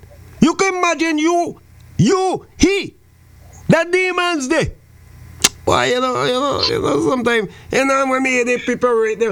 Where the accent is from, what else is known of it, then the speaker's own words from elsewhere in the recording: St. Vincent & Grenadines; St. Vincent Grenadines is his, you know, my hometown.